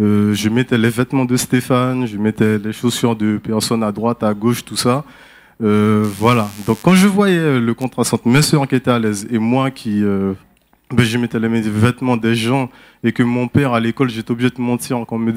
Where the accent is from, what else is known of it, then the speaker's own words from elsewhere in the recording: French Guiana; born there; Je suis né en Guyane, d'une mère qui est martiniquaise.